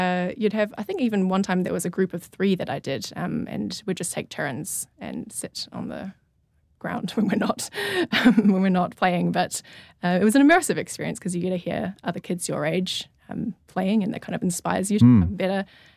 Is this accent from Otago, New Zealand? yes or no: no; Wellington, New Zealand; so I grew up in Tawa